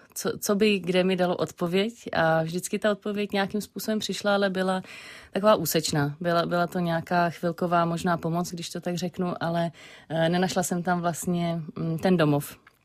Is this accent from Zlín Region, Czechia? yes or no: no; Prague, Czechia; jsem vyrostla v Praze, nějak nemám ani vlastně nějakou jako tradiční víru převzato od prarodičů nebo tak.